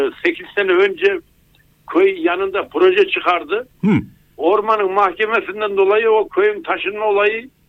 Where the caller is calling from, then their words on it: Tosya, Kastamonu, Turkey; Şu anda benim yaşadığım kendi köyümde